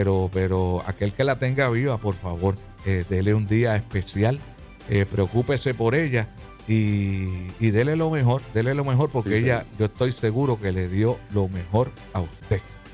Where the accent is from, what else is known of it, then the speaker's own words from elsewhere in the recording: Puerto Rico; fue un fiel representante de lo que somos los boricuas